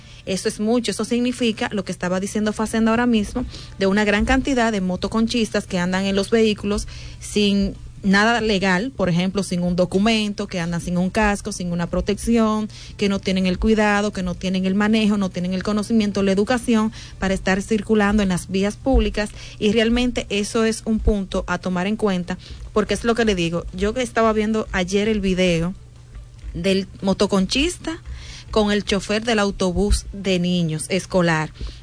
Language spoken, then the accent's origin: Spanish; Dominican Republic; nosotros mismos como dominicanos